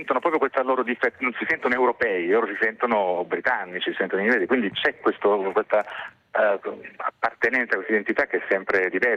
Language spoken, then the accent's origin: Italian; Sicily, Italy; now in Milan, Italy; io sono un siciliano che vive a Milano da tantissimi anni